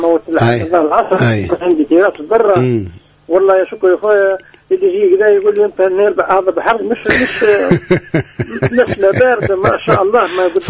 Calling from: Ben Guerdane, Medenine, Tunisia; من بنكرديان.

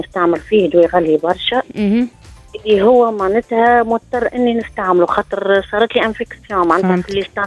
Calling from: La Marsa, Tunis Governorate, Tunisia; مخلص من المرسى

